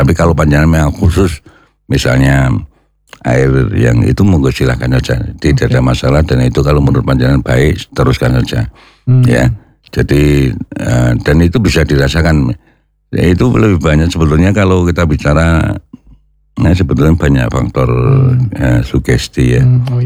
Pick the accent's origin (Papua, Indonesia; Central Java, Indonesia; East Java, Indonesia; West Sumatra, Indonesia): Central Java, Indonesia; Mersi; Ada yang tanah seperti di Mersi, daerah saya kan di Mersi ya. Itu banyak sekali mengandung pasir.